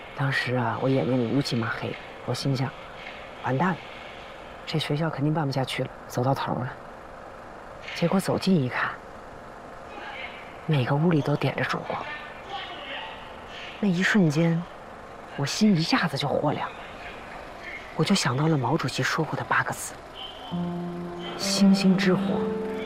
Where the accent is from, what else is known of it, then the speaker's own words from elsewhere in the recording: Northeast China, China; 我小时候在东北，好多人和事儿啊，我都记不太清了